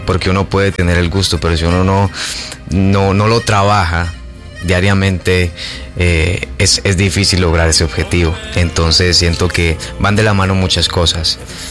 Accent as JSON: {"language": "Spanish", "country": "Colombia", "said": "lo que nos caracteriza como colombianos"}